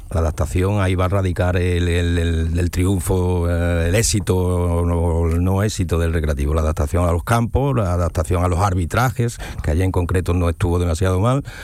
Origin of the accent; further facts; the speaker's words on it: Cáceres, Extremadura, Spain; yo soy de Cáceres.